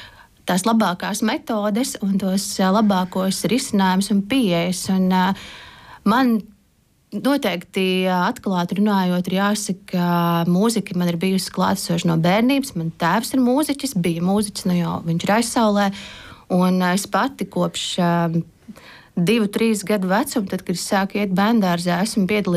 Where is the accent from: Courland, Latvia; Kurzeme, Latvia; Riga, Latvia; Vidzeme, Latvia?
Courland, Latvia; tas tieši mazie un lepnie mani izvēle ir vairāk arī saistīta ar to, ka esmu kurzemniece.